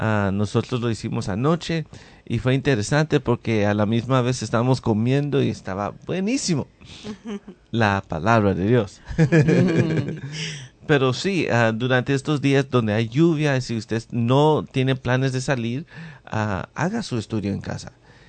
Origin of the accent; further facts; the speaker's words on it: Venezuela; now in Tennessee, United States; Le dije que soy de Venezuela, pero estoy acá en los Estados Unidos. Y después me preguntó qué estado y le dije Tennessee.